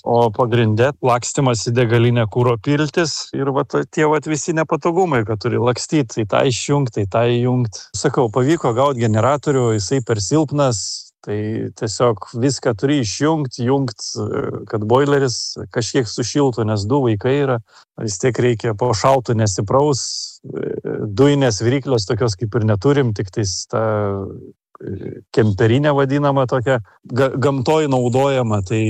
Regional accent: Jurkoniai, Kaunas County, Lithuania; esu iš Jonavos rajono Jurkonių kaimo.

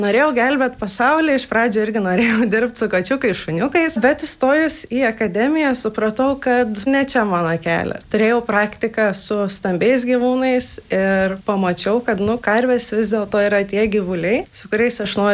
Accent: Pasvalys, Panevėžys County, Lithuania; gimiau ir augau Pasvaly, vasaras leisdavau kaime pas močiutę

